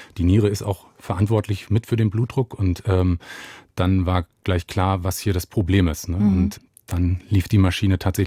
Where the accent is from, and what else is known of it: Mecklenburg-Vorpommern, Germany; born there; now in Brandenburg an der Havel, Germany